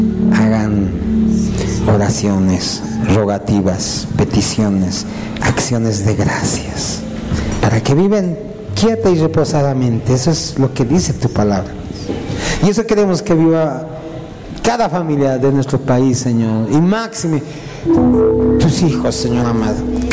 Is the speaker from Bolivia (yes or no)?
yes; Bolivia